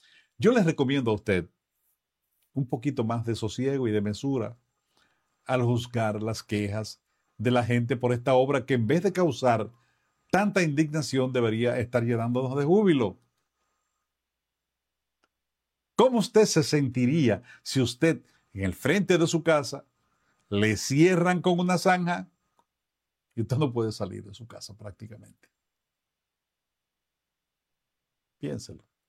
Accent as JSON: {"language": "Spanish", "town": "Mao", "region": "Valverde", "country": "Dominican Republic", "moved": "yes", "said": "aunque no vivo en Mao, soy maeño de pura cepa y amo mi ciudad y mi entorno"}